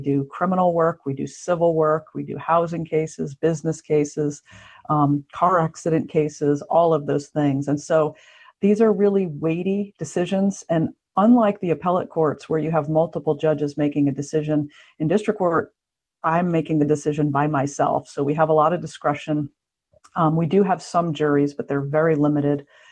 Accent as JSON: {"language": "English", "region": "Florida", "country": "United States", "tie": "born or raised there", "also_born_or_lived": "Raleigh", "said": "Well, I was born in Raleigh in Wake County. My father moved around a lot when we were little, so I spent a lot of my childhood in South Florida."}